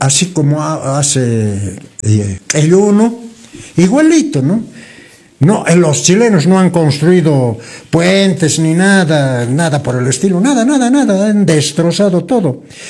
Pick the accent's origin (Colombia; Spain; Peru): Peru; los peruanos, los que amamos la patria